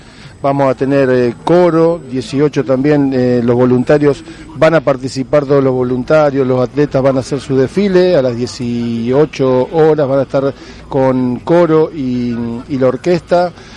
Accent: Santa Fe, Argentina; Soy santafesino, amo mi ciudad

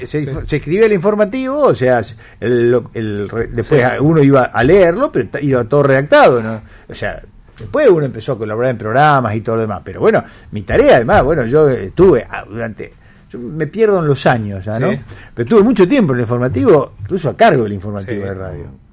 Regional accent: Clucellas, Santa Fe, Argentina; yo soy de Clusella, un pueblo del interior.

